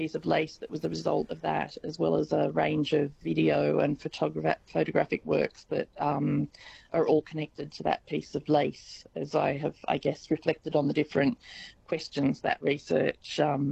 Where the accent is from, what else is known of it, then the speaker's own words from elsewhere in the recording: Wollongong, New South Wales, Australia; now in Albany, Australia; I'd grown up on the coast in Wollongong